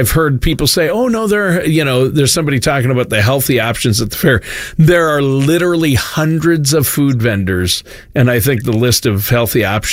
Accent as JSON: {"language": "English", "region": "Minnesota", "country": "United States", "tie": "born or raised there", "said": "another Minnesota fact about how my home state is now home to the world's largest, at least the U.S.'s largest state fair, the Minnesota State Fair."}